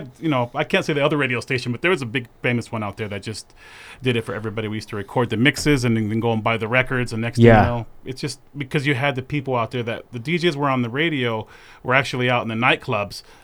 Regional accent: San Jose, California, United States; born there; moved away as an adult; now in Boise, United States; I'm from San Jose, and I grew up with lots of famous artists right now.

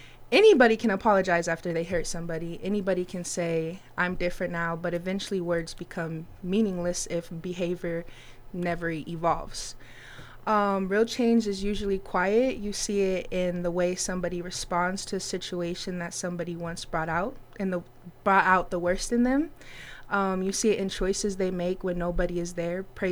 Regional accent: Chicago, Illinois, United States; now in Caldwell, United States; I'm originally from Chicago, but right now I reside in Caldwell.

